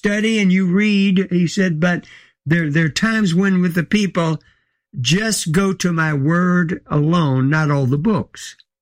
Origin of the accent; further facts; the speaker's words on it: Baton Rouge, Louisiana, United States; moved away; I was invited in my hometown of Baton Rouge to preach.